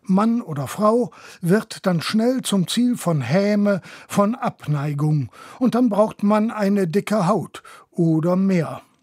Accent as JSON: {"language": "German", "region": "Rhineland", "country": "Germany", "tie": "born or raised there", "said": "Ich bin im Rheinland aufgewachsen"}